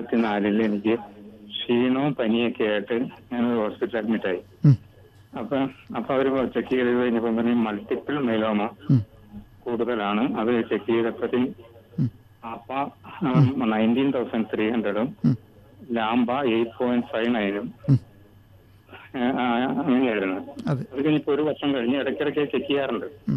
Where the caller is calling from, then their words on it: Kerala, India; ഞാൻ മലമ്പുരത്തിൽ നിന്നാണ് വിളിക്കുന്നത്.